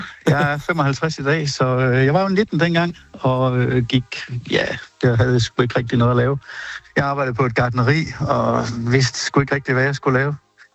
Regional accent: Aarhus, Central Denmark Region, Denmark; Vi er fra Aarhus.

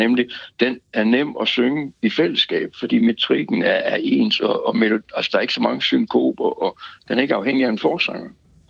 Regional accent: Aalborg, North Denmark Region, Denmark; now in Silkeborg, Denmark; Men altså, jeg er jo aalborgenser, selvom jeg har boet 50 år i Silkeborg. Men altså, jeg er vokset op i Aalborg.

